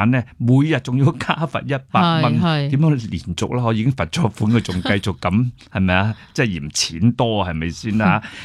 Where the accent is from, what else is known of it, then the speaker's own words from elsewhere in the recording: Hong Kong; 无论我香港人我就不用提了